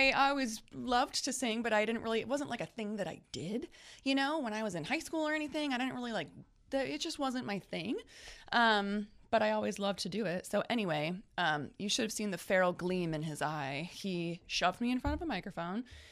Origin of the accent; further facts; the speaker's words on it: Marion, United States; This is a really cool, full circle moment for me personally because I grew up in Marion.